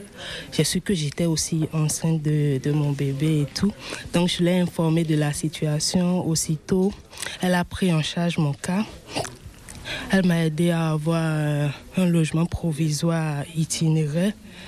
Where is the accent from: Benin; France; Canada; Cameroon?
Benin; je suis originaire du Bénin et je fais la licence 3 droit, économie et gestion au parcours finance et j'ai 27 ans.